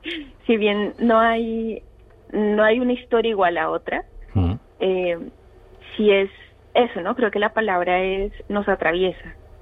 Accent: Colombia; moved away as an adult; now in Almería, Spain; yo soy colombiana, y bueno, actualmente vivo en Almería.

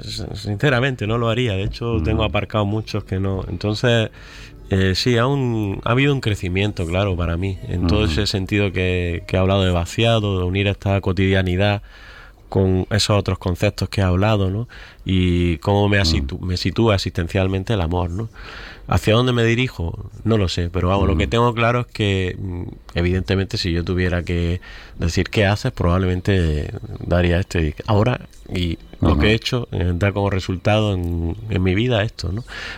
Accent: Granada, Andalusia, Spain; Yo que soy granadino

